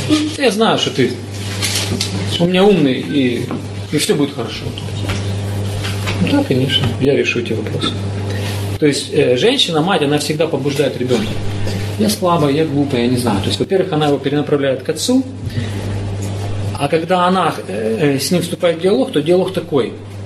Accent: Chechnya, Russia; До сих пор у цыгане и вот на Востоке, в Чечне в частности, там, откуда я родом, там до сих пор этот принцип учитывается

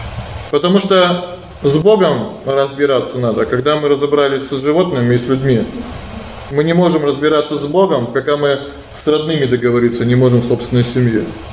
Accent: Khabarovsk, Khabarovsk Krai, Russia; born there; Я родился в Хабаровске, где я сейчас живу непонятно.

